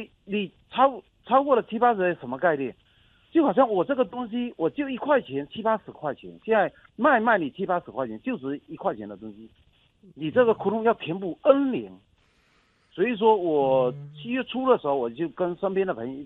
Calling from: Shanghai, China

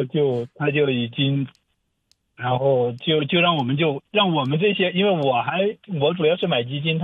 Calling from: Dongguan, Guangdong, China; 我也是东莞的，

